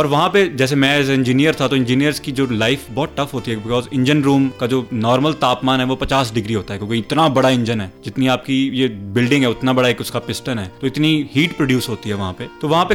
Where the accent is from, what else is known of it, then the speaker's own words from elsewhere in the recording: Hayat Nagar, Punjab, India; also born or lived in Batala; जी, मेरा जन्म बटाला शहर, जो गुरदासपुर के पास में ही है, वहाँ हुआ। और जो मेरा गाँव है वो है हयात नगर, जो की 6 to 7 kilometers दूर है गुरदासपुर सिटी से। मेरा बचपन सारा गुरदासपुर में गाँव में ही बीता